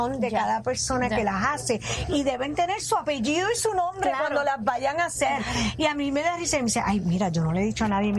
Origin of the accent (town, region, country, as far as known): Puerto Rico; also born or lived in Boston